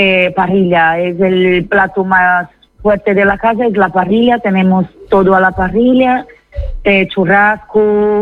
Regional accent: São Luís, Maranhão, Brazil; Spanish is a second language; now in Spain; Sí, soy de Brasil, pero hace 20 años que estoy aquí.

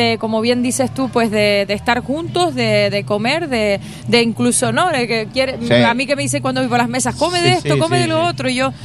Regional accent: Canary Islands, Spain; yo, que me siento pues muy canaria

